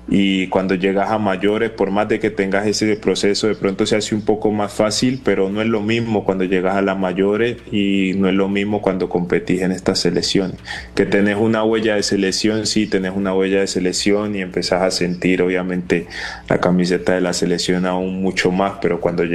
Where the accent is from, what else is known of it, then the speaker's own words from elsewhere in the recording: Cali, Valle del Cauca, Colombia; Soy caleño y me encanta la salsa, espero poder dejar ese toque salsero acá y que también puedan recordar esa linda cultura que tenemos.